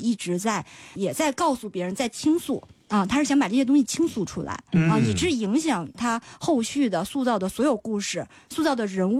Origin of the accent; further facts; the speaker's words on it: Chengde, Hebei, China; moved away; also born or lived in Shijiazhuang; 我是在承德生承德长，但是我后来家搬到石家庄，但是别人问我的时候，我还是愿意说承德。